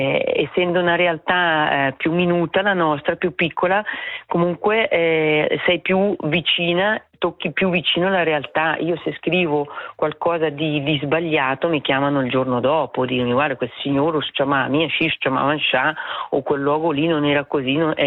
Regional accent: Bellinzona, Ticino, Switzerland; born there; now in Blenio Valley, Switzerland; Ma io adoro vivere qua, è sempre piaciuta la montagna, sono nata a Bellinzona, fa più di 30 anni che giro e adesso abito in Valle di Blegno dal 95, non tornerei in un centro cittadino, mi piace troppo la montagna.

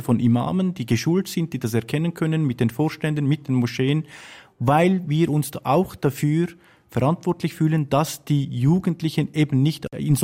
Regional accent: Switzerland; weil wir uns als Schweizer verstehen

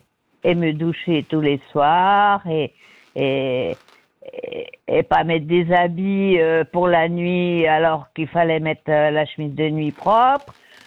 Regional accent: Switzerland; je suis dans un pays libre, je suis suisse, je ne suis pas à vendre et je défends mon patrimoine, je défends ma Suisse

